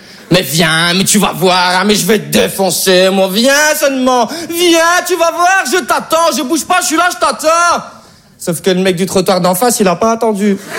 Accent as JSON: {"language": "French", "country": "Belgium", "said": "Ouais, parce que je suis belge et français, mais pour ce que je veux. Pour le football, je suis belge. Mais pour la gastronomie, là je suis français."}